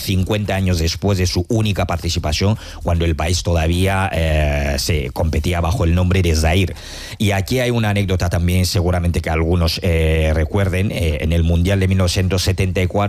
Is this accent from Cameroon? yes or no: yes; Cameroon; Sí, hombre. Soy de Camerún.